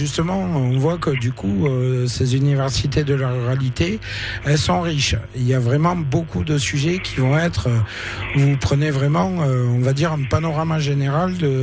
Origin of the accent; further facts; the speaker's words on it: Ax-les-Thermes, Occitanie, France; Moi, j'ai grandi à Haute-Ariège, du côté d'Aix-les-Thermes, on est plus sur du pastoralisme et des choses comme ça.